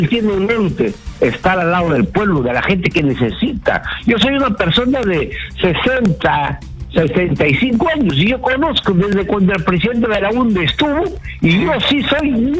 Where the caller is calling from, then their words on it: Moyobamba, San Martín, Peru; yo soy de Moyobamba